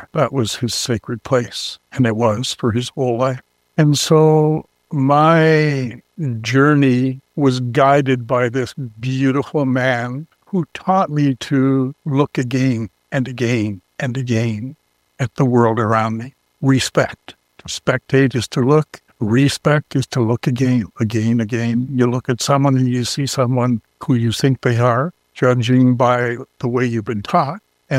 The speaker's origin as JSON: {"language": "English", "town": "Kitkatla", "region": "British Columbia", "country": "Canada", "said": "I come from the little village of Kitkatla, which is known to anthropologists as the oldest continuously inhabited site in North America."}